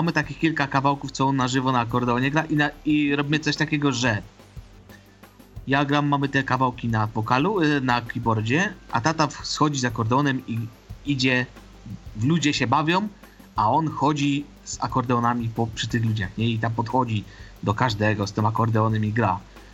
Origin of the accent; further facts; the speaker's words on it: Silesian Voivodeship, Poland; U nas to jest na Śląsku bardzo modne.